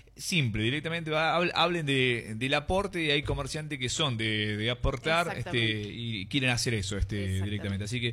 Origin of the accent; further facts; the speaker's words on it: Olta, La Rioja, Argentina; soy de acá, de Olta